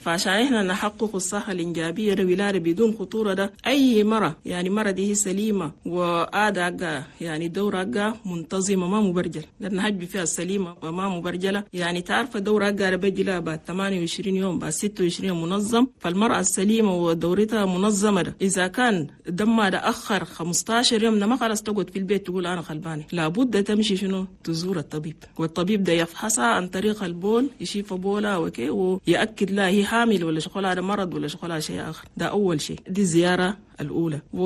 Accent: Chad; لأن نحن عندنا في تشاد نسبة موت عن الأمهات اللي بموتوا في ولادها كتير مرة واحد

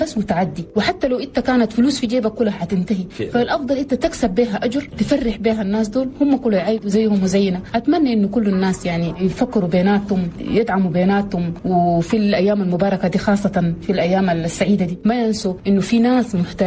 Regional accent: Chad; دائما نتفكر الجانب الإيجابي لنا نحن كمجتمع تشادي،

